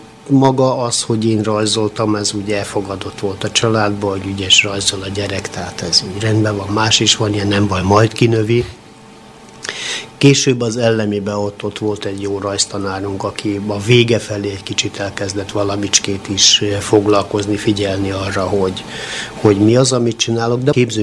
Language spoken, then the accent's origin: Hungarian; Horgoš, Vojvodina, Serbia; Én fölműveszülőktől, tehát Horgoson, Vajdaságban, tehát Szeged és Szabadka közötti területen születtem.